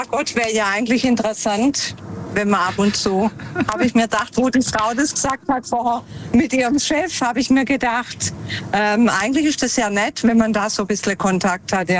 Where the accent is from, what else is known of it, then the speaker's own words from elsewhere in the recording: Stuttgart, Baden-Württemberg, Germany; Ja, ich komme von Stuttgart.